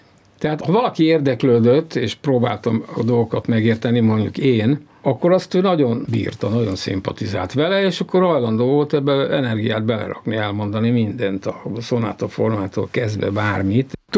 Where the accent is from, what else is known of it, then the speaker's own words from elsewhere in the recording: Hungary; amikor megtudta, hogy én magyar vagyok